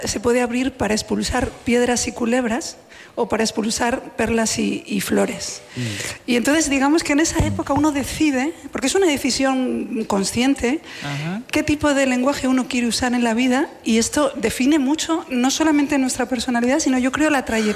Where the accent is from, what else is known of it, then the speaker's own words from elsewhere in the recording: León, Castile and León, Spain; yo soy leonesa, hice el bachillerato aquí al lado, en el Juan de la Encina